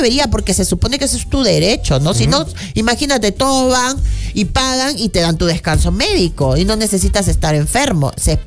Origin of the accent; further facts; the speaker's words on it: Peru; como los peruanos, que ganamos mucho sueldo mínimo.